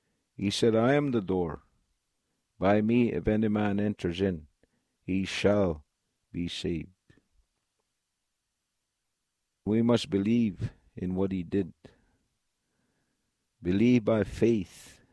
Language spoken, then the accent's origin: English; Swan River, Manitoba, Canada; also born or lived in Thicket Portage, Manitoba; I come from Swan River, Manitoba. And I'm a Cree.